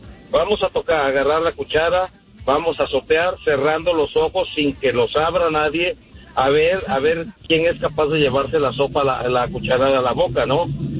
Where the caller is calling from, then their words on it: Houston, Texas, United States; Hola Medina, de Houston.